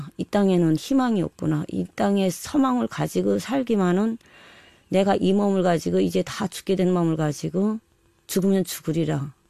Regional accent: Ryanggang, North Korea; moved away as an adult; 정말 떠나지 않으면 안 되는 그런 상황에까지 이를 정도로 저의 고향 땅에 대해서는 정말 다시 내가 이 땅에 돌아오지 않으리라고 그런 마음을 가지기까지 힘들었던 것 같습니다.

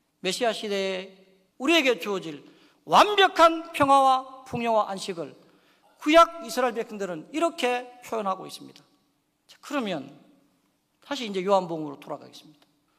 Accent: Yeongcheon, North Gyeongsang, South Korea; 제가 영천 사람인데

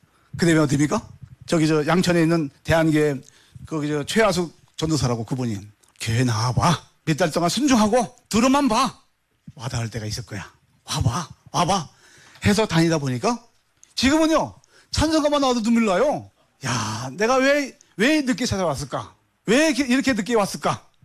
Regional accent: North Korea; moved away as an adult; now in South Korea; 난 북한 놈 맞아.

